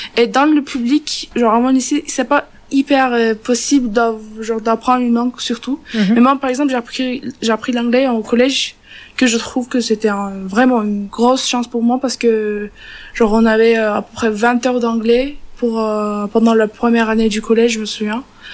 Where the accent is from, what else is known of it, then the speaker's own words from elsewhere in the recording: Turkey; French is a second language; Des fois que je suis turque. Et je suis pas française, je suis pas une citoyenne française.